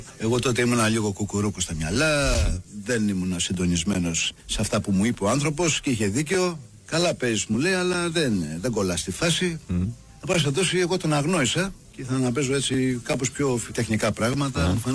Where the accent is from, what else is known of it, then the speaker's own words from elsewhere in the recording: Greece; born there; Greek is a second language; also born or lived in Exarchia, Athens, Greece / Ottawa, Canada; Εγώ μπορεί να γεννήθηκα στα Εξάρχεια, αλλά 10 μηνών έφυγα και πήγαμε με τους γονείς μου, πήγαμε στην Οτάβα, στον Καναδά. Και πλέον όταν γύρισα και συνέχισα στο δημοτικό, εγώ δεν ήξερα αγρή ελληνικά να μιλάω.